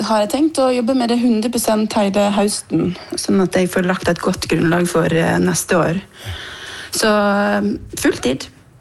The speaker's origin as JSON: {"language": "Norwegian", "region": "Western Norway", "country": "Norway", "moved": "yes", "said": "jeg har vært hjemme på Vestlandet"}